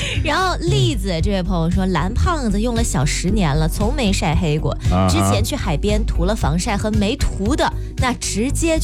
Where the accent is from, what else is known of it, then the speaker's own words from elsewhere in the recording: Zhengzhou, Henan, China; 咱们郑州人